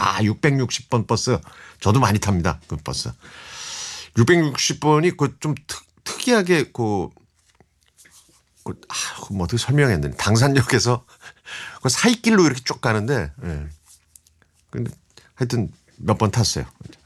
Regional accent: Seoul, South Korea; also born or lived in Donam-dong; 와, 삼성교. 저의 고향이죠. 사실 태어난 거는 도남동에서 태어났는데 삼성교에서 오랫동안 살았습니다. 중3 때까지 살았으니까요. 그 뭔가 고즈넉하고 그 한옥 동네에 그 정겨움이 있는 그런 동네였어요, 삼성교.

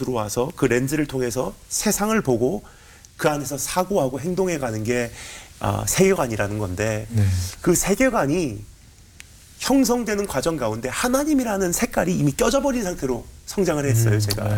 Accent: Japan; 제가 이제 일본에서 자랐잖아요.

